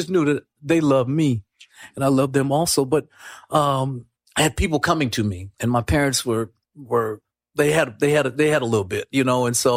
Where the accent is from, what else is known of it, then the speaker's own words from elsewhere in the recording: South Carolina, United States; now in Little Rock, United States; In my home state, South Carolina, around family and everything.